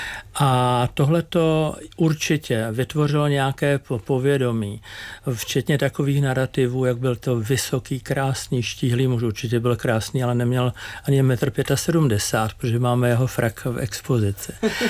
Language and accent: Czech; Prague, Czechia; jsem rodák z Prahy z Letna